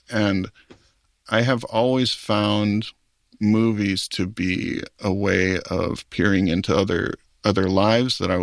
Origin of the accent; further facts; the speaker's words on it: Maui, Hawaii, United States; born or raised there